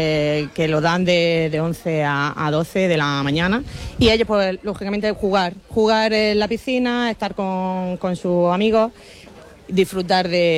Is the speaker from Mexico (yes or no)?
no; Adra, Andalusia, Spain; soy de Adra.